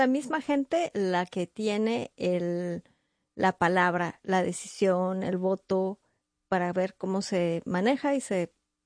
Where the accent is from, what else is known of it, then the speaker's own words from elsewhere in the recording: Mexico; now in New York, United States; yo hablo de México porque es pues donde yo vengo